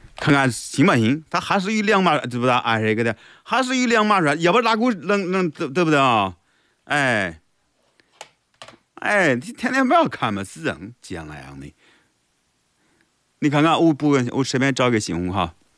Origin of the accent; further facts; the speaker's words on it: Guanyun, Jiangsu, China; accent: Lianyungang dialect; 我来自连云港，我是连云港广播电视台主持人。这个 I'm from 广永。Welcome to my hometown, Time 广永。我来自广永，欢迎到我的家乡广永住客。